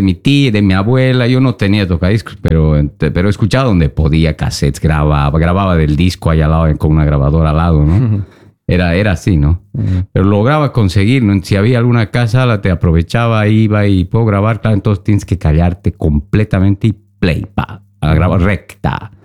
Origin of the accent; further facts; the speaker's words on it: Sucre, Chuquisaca, Bolivia; Sí, soy de Bolivia, de Sucre, del centro del país. Valle Alto, ¿no? A 2700, de ahí vengo, sí.